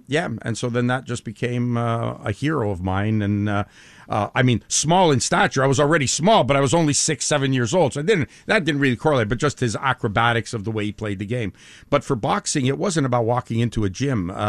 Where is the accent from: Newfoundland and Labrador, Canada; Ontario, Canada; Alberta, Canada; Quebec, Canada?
Quebec, Canada; Montreal; born there; also born or lived in Sainte-Adèle, Quebec; In Park X, and then St. Adele.